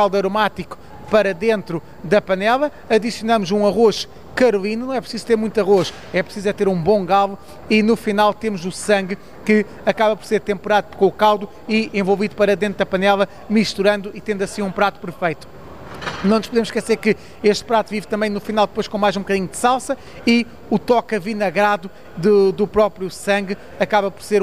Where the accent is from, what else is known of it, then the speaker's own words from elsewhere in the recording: Portugal; eu adoro carne, mas um bom peixe, enquanto português, também nos está muito ligado à nossa identidade.